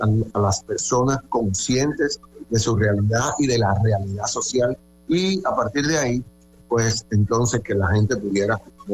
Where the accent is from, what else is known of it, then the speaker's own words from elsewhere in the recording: Dominican Republic; estábamos documentados, bien documentados como dominicanos